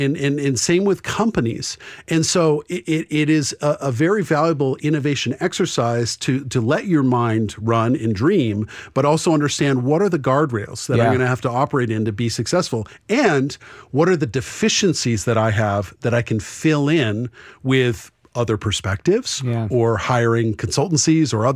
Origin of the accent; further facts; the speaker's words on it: New Hampshire, United States; So even though, you know, I'm a guy from New Hampshire.